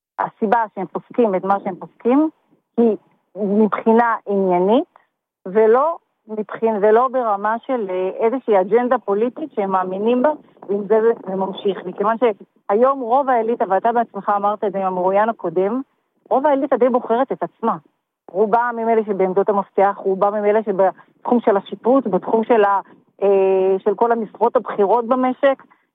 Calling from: the south, Israel; אני מהדרום. אני אגדיר את עצמי קודם כל בתחילת השיחה, אני דתייה, משתייכת לזרם הדתי-לאומי

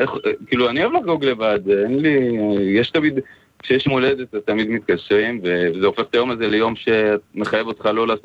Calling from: Petah Tikva, Central District, Israel; אני מפתח תקווה

